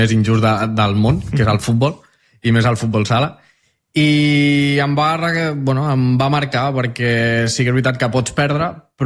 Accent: Maçanet de la Selva, Catalonia, Spain; A part, jo sóc de Massanet.

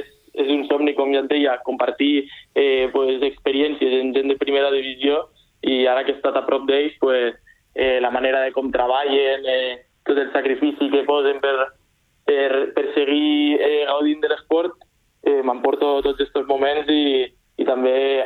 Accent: Sitges, Catalonia, Spain; vaig començar al Sitges, que és l'equip del meu poble.

